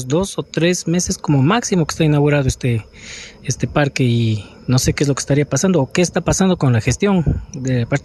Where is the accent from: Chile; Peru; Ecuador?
Ecuador; Cuenca, Azuay; yo soy oriundo de Cuenca